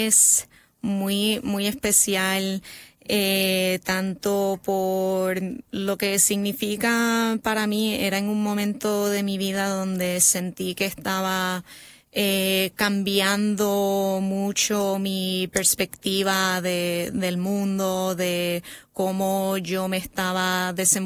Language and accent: Spanish; Añasco, Puerto Rico; Yo soy del oeste, de Añasco.